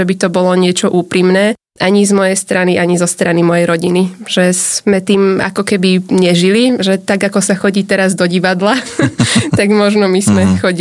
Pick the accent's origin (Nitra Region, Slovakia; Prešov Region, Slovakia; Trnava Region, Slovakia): Nitra Region, Slovakia; Dubník; Tak ja síce hovorím väčšinou, že som z Nových Zámkov, ale rozprávam to len preto, lebo to je taký záchytný bod. Kebyže poviem, že bývam v Dubníku, tak každý by sa na mňa pozrel, že nemám šajnu.